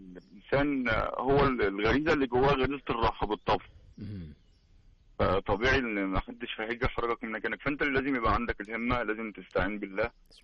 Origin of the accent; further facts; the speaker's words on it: Egypt; now in Riyadh, Saudi Arabia; أنا من مصر.